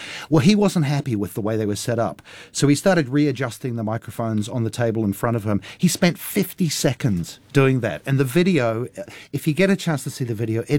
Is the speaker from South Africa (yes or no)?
no; Canada; I am, yeah. I'm saying that with national pride.